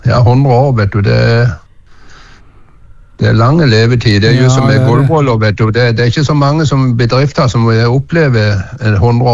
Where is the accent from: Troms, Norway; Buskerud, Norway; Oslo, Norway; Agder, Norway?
Agder, Norway; jeg vokste opp på Knaben